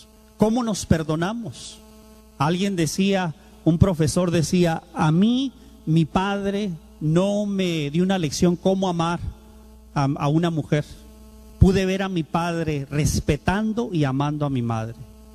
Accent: Tijuana, Baja California, Mexico; born there; yo nací aquí en Tijuana.

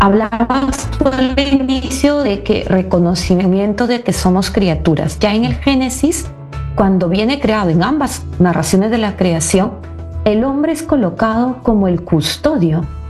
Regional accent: Peru; yo soy peruana.

